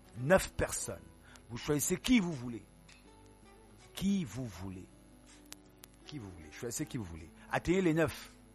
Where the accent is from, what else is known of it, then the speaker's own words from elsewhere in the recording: Cameroon; chez nous au Cameroun